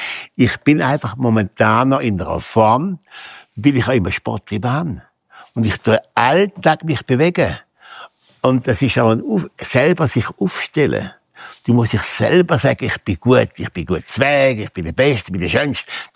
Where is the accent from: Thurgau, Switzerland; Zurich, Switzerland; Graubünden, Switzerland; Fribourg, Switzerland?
Thurgau, Switzerland; Bichelsee; Nicht vergessen, vom Thurgau, von Bichlsee, Balterschwil. Und der Thurgau wird meine Heimat bleiben.